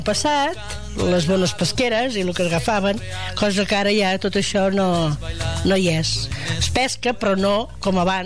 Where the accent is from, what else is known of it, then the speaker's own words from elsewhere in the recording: Roses, Catalonia, Spain; Jo vaig néixer aquí a Roses i el meu pare era guardamolls i vivíem aquí en el port.